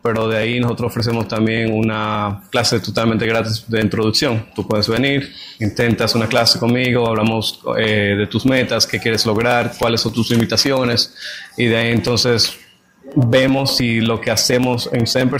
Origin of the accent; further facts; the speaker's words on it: Dominican Republic; now in United States; Dominicano.